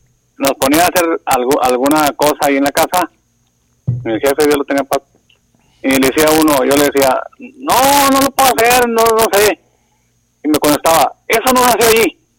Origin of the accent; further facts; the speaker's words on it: Monterrey, Nuevo León, Mexico; yo me casé con una muchacha de Sinaloa y yo soy de Monterrey